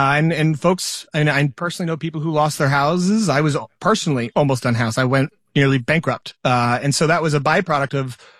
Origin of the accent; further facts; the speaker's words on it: Rhode Island, United States; I'm from Rhode Island. My family's from here.